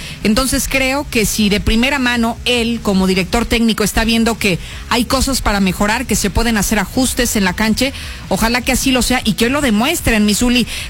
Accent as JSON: {"language": "Spanish", "country": "Mexico"}